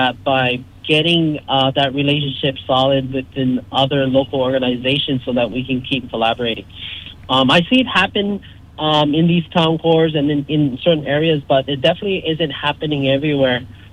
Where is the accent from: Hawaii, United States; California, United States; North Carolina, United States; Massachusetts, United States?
Hawaii, United States; Lihue; being born and raised here and moving back into my hometown, before getting elected, I got to spend that time doing that work.